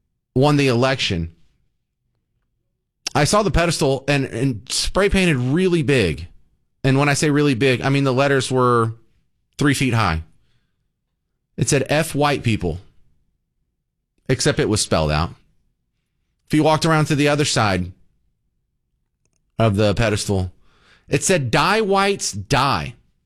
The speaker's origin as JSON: {"language": "English", "region": "Texas", "country": "United States", "tie": "born or raised there", "said": "Now, I was born and raised in Texas. Was here for the first 29 years of my life, but success in radio made me had to go to other markets."}